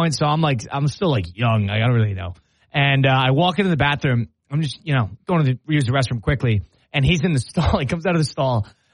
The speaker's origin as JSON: {"language": "English", "region": "Wisconsin", "country": "United States", "said": "And he goes, \"Where are you from?\" And I tell him Wisconsin."}